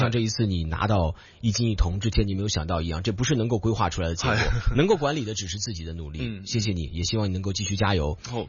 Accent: Beijing, China; moved away as an adult; now in Hong Kong; 我来这个城市已经有16年了，16、17年，就快超过我在我的老家北京生活的时长了

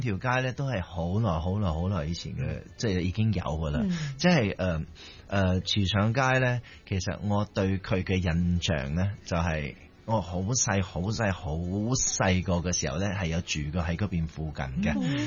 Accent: Ipoh, Perak, Malaysia; 我喺怡寶長大。

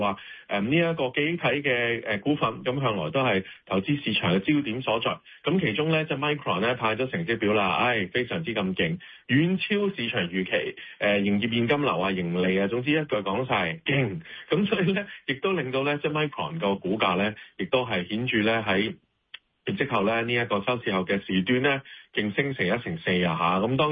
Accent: Hong Kong; 作為一個香港人

